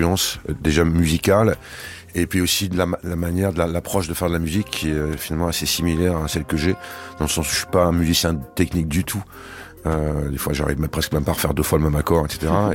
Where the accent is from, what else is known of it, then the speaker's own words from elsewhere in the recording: Nice, Provence-Alpes-Côte d'Azur, France; Je suis de Niçois, donc il y avait un festival de jazz à Nice qui s'appelait la Grande Parade du Jazz.